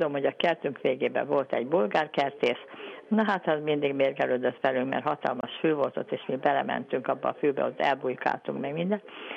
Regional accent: Budapest, Hungary; Kalotaszeg utcában laktam, elég szép nevű utca, Budán

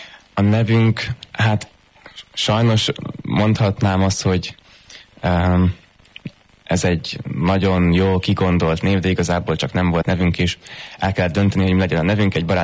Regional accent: Gödöllő, Pest, Hungary; szerintem nagyon nagy hatása volt ránk annak, hogy mi Gödöllőn nőttünk fel, itt egy eléggé jó zeneiskola működik

